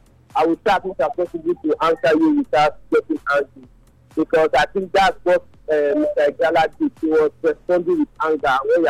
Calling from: Papua New Guinea; I'm calling from New Guinea.

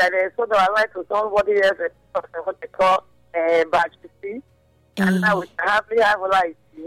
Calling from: Nigeria; I'm calling from Okpaga.

